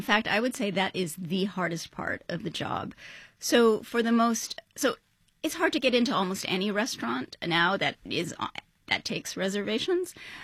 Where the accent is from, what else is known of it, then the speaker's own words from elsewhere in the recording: New York City, New York, United States; So I think that part of being a New Yorker is that we are really scrappy on some level.